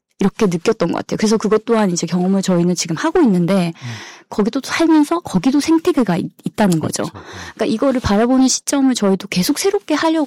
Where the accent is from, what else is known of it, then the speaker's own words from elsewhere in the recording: New Zealand; also born or lived in South Korea; 저 같은 경우는 뉴질랜드에서 자랐고 초등학교 때까지만 한국에서 있었고 뉴질랜드에서 모든 학교를 다녔고